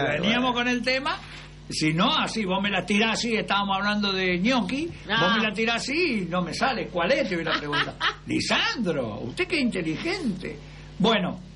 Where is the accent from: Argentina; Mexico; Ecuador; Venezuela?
Argentina; Brinkmann, Córdoba; born there; se fue al pueblo, a Brinkman, donde yo nací